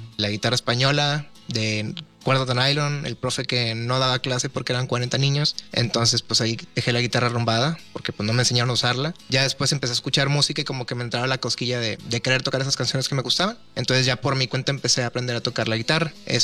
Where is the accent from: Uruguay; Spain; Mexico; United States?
Mexico; Guadalupe, Nuevo León; Yo soy de aquí de Monterrey, Nuevo León.